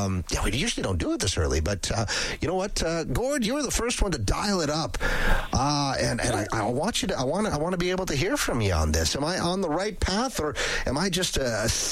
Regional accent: Lloydminster, Canada; Yeah, I like the small town. I'm from Lloyd, and I like the small town parades

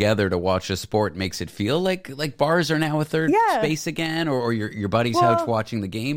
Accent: Canada; now in United States; No, look, I live in the U.S. I'm Canadian.

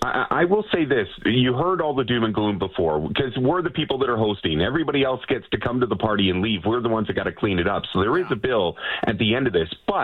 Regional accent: British Columbia, Canada; I'm ready for the rain, and I never thought as a British Columbian I'd say it, but we've got forest fires that are sprouting up everywhere.

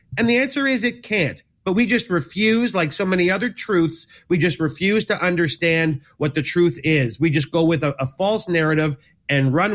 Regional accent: Toronto, Ontario, Canada; I was from Toronto.

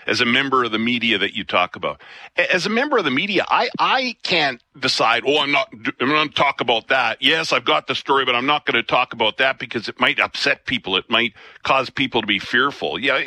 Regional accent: Canada; I think you can sit here as a Canadian and as a taxpayer, Scott, and say, I don't think the prime minister should have told the New York Times that.

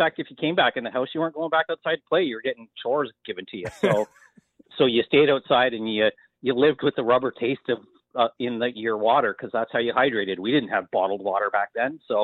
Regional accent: Wallaceburg, Ontario, Canada; and I grew up in Wallaceburg down, further towards the St. Clair River.

